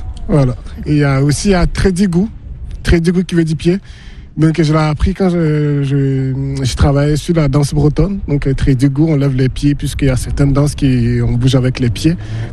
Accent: Grand-Bassam, Comoé, Côte d’Ivoire; also born or lived in Bonoua; Je suis né à Beaunois. Donc à Beaunois, on parle une langue qui s'appelle Abouré, que je parle très bien, je comprends très bien. Après, j'ai grandi à Grand Bassam, donc je parle aussi le Djoula.

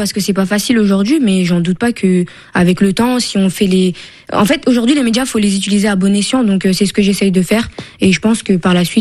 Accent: Senegal; J'ai commencé au Sénégal parce que je viens du Sénégal et je trouvais ça logique de commencer dans mon pays d'origine.

